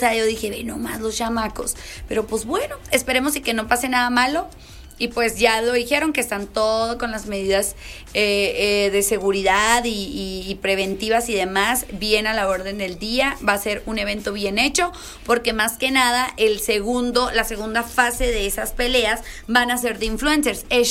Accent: Sonora, Mexico; born there; Pero yo me siento sonorense. Yo aquí he vivido toda mi vida y por eso ya soy sonorense. Y soy mujer y soy mexicana.

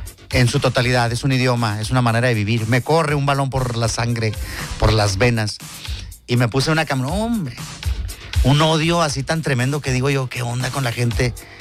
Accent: Ciudad Juárez, Chihuahua, Mexico; also born or lived in Fresnillo, Zacatecas; No, gordo, soy mexicano. Nací, te voy a decir así de sencillo. Nací el 22 de noviembre de 1972 en el rancho El Refugio de Ábrego, municipio de Fresnillo, Zacatecas, patrimonio de la humanidad. A los 9 meses de nacido me trajeron a Ciudad Juárez

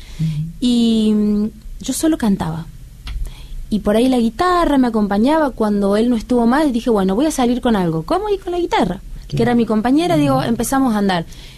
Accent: Formosa, Argentina; now in Córdoba, Argentina; vivíamos en la provincia de Formosa, si bien yo nací en Formosa

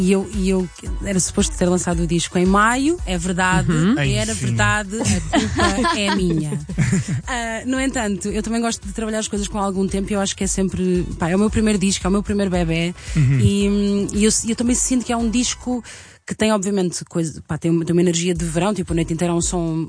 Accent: Centro, Portugal; de onde eu venho, que é a zona centro do país, em que há muito esta coisa.

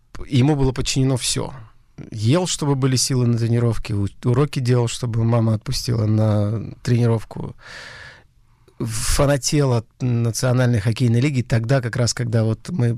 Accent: Murmansk, Murmansk Oblast, Russia; moved away as an adult; под Новый год в 1977 году, 29 декабря, и в городе Мурманске. Город Мурманск, жил там до 18 лет.

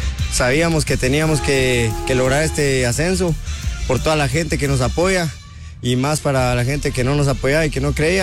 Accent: Fraijanes, Guatemala Department, Guatemala; Es mi pueblo, mi gente.

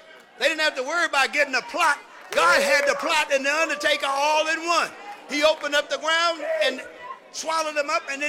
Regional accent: Oakland, California, United States; I'm from West Oakland.

